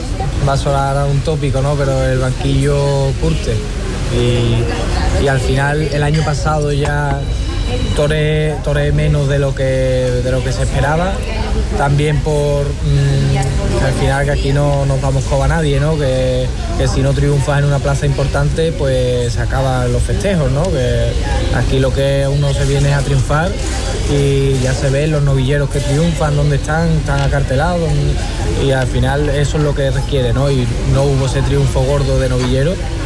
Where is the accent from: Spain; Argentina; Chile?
Spain; Constantina, Andalusia; now in Seville, Spain; Que Constantina es mi pueblo, pero yo soy, al final vivo aquí, yo me considero de Sevilla, yo soy sevillano